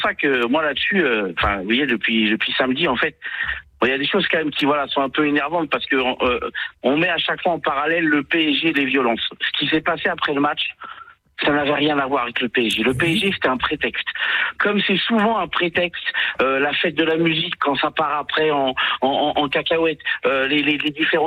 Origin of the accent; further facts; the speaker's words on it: Paris, Île-de-France, France; born there; Alors, je suis expatrié de Toulouse, mais je suis parisien de naissance, bien sûr.